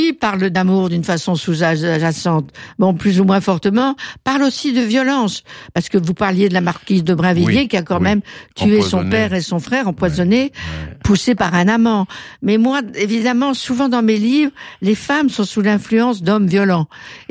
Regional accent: Paris, Île-de-France, France; moved away as an adult; also born or lived in United States; je suis une Parisienne d'origine, puisque je suis née à Paris

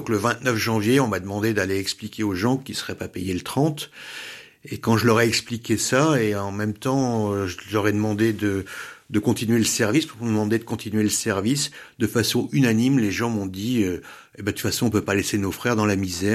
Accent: France; Et ça, j'ai trouvé qu'on avait des leçons à prendre en tant que Français qui avons tendance à rouspéter beaucoup.

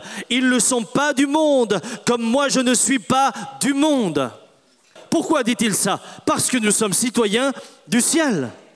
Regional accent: France; born there

